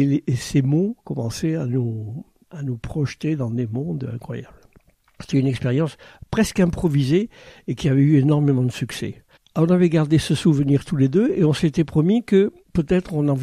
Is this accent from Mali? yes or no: no; Toulouse, Occitanie, France; lui-même étant originaire de Toulouse, comme moi. Donc, quand j'étais jeune étudiant à Toulouse